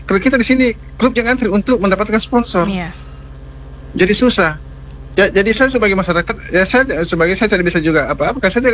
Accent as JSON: {"language": "Indonesian", "town": "Makassar", "region": "South Sulawesi", "country": "Indonesia", "said": "Jadi saya sebagai warga Makassar atau Sulawesi Selatan, saya tidak bisa apa, saya bisa hanya mendoakan mudah-mudahan PSM ke depan itu lebih baik lagi."}